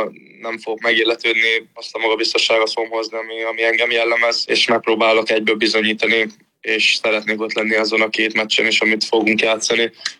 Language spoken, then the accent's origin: Hungarian; Hungary; also born or lived in Debrecen; now in Alkmaar, Netherlands; Szeretem Magyarországot, ott nevelkedtem